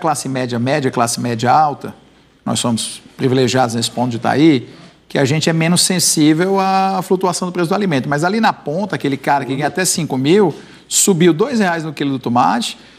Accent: Ceará, Brazil; Eu sou cearense, tá?

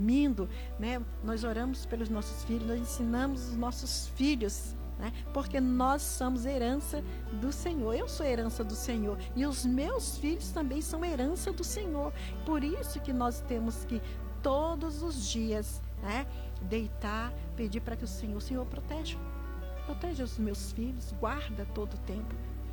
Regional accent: Bahia, Brazil; now in Pindamonhangaba, Brazil; Eu oro muito pela minha cidade, Pindamonhangaba. Eu amo Pindamonhangaba, sou baiana, tá? Mas eu amo Pindamonhangaba.

